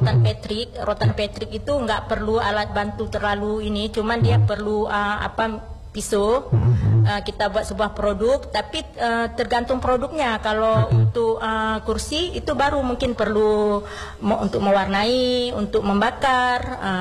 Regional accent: Aceh, Indonesia

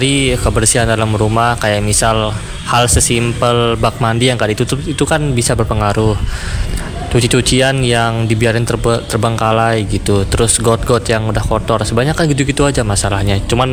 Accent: Labuapi, West Lombok, West Nusa Tenggara, Indonesia; Saya asli dari Labu Api, bagi Polak.

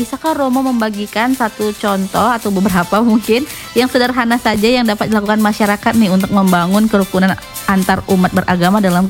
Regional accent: Medan, North Sumatra, Indonesia; Saya juga pribadi saya dari Medan ya, teman Pro 2. Jadi pas datang ke NTT tuh sedikit shock karena betapa rukunnya antar umat beragama di sini

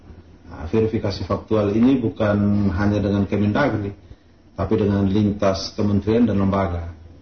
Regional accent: Belu, East Nusa Tenggara, Indonesia; kita orang Belu

